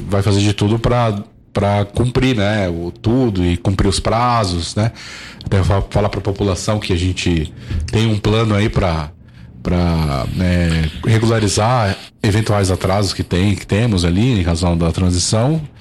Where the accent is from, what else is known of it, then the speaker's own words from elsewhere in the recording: São Paulo, Brazil; now in Nova Bassano, Brazil; Sou da capital de São Paulo, sou capital.